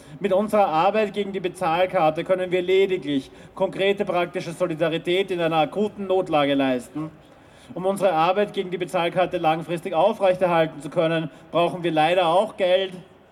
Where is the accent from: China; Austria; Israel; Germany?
Austria; Lower Austria; Ich bin selber Niederösterreicherin.